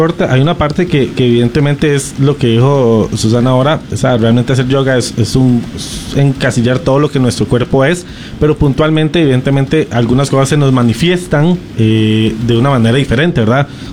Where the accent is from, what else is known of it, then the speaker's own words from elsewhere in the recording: Costa Rica; es que yo, que hablamos como tico